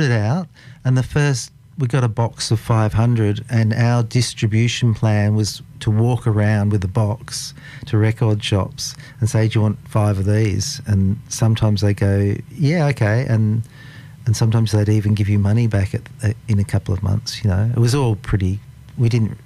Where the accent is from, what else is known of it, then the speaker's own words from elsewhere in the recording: Dapto, New South Wales, Australia; also born or lived in Wollongong; No, well, actually, originally we lived in Dapto. I was born in Wollongong.